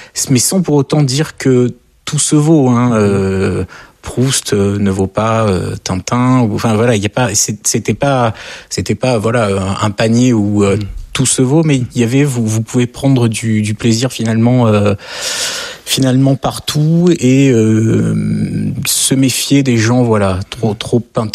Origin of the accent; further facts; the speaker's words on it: France; Mon rêve n'est pas de vivre aux États-Unis. Je suis français, je vis en France.